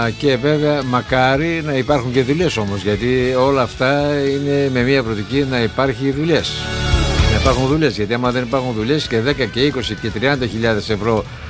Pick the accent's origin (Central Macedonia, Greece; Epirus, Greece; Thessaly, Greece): Central Macedonia, Greece; Gazoros; born there; moved away; στο Γάζαρο, στο Ρώμο, το χωριό μου.